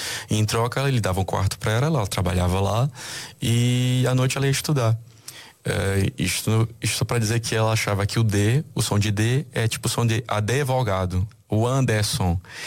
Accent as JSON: {"language": "Portuguese", "country": "Brazil", "moved": "yes", "lives_now": "Portugal", "said": "Sou brasileiro, sou latino, vivendo em Portugal."}